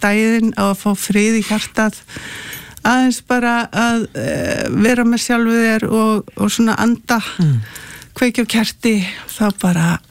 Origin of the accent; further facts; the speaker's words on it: Reykjavík, Capital Region, Iceland; Ég er alinn upp í Reykjavík